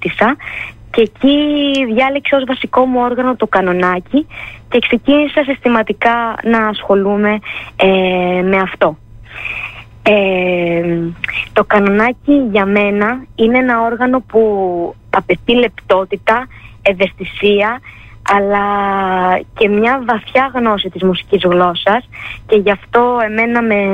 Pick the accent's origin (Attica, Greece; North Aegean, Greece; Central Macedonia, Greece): North Aegean, Greece; Mytilene; Η καταγωγή μου μάλιστα από την Μυτιλίνη θεωρώ πως αποτέλεσε σταθμός για την ενασχόλησή μου με το όργανο, καθώς από πολύ μικρή ηλικία είχα τέτοια ακούσματα